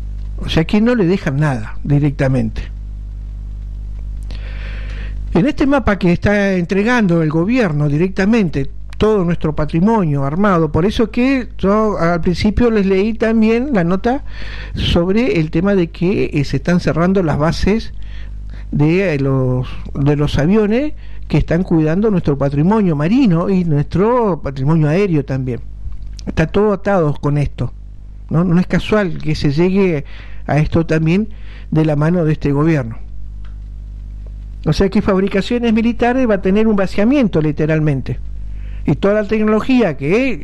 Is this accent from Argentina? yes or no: yes; Argentina